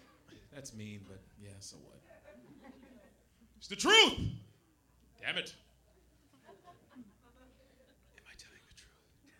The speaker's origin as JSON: {"language": "English", "region": "New York", "country": "United States", "said": "I'm a New Yorker, so I don't give a fuck."}